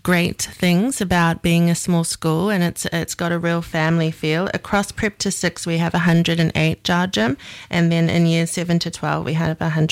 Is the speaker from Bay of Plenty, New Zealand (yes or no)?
no; Auckland, New Zealand; moved away as an adult; now in Australia; we're from New Zealand originally, so grew up in Auckland, and that's where we met and did our schooling and training, and have luckily found ourselves on country here.